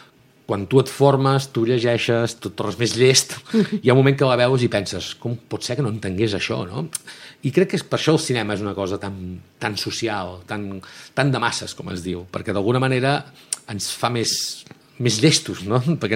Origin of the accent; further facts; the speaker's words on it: Girona, Catalonia, Spain; perquè es basa en una època que vaig viure de petit, a la ciutat meva, jo sóc de Girona